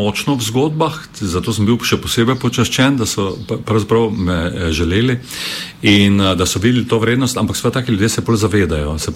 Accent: Styria, Slovenia; malo iti na to našo štajarsko, bi rekel, pripadnost naši državi, zdaj, ko je nam praznik za nami, da smo Slovenci

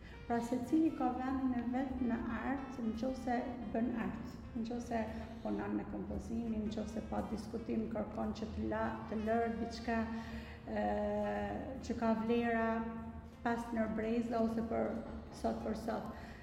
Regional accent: Shkodër, Shkodër County, Albania

